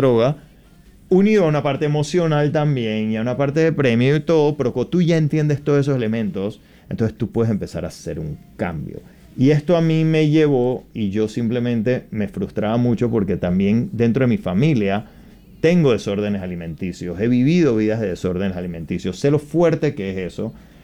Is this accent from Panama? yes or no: yes; Panama; born there; Yo nací en Panamá, yo soy panameño